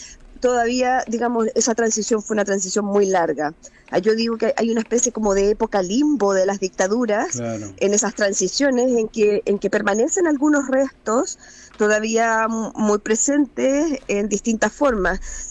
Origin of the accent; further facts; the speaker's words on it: Chile; Yo y mi hermana somos las únicas chilenas.